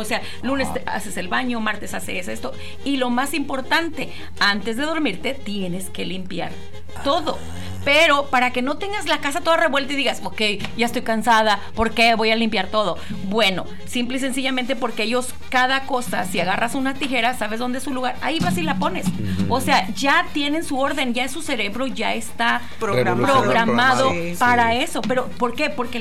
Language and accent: Spanish; Mexico; now in United States; Entonces yo, como buena mexicana, me tomo mi chela